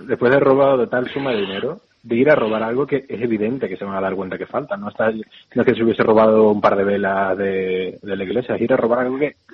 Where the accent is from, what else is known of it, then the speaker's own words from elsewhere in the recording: Celanova, Galicia, Spain; also born or lived in Santiago de Compostela; trabajé en mi pueblo, en Celanova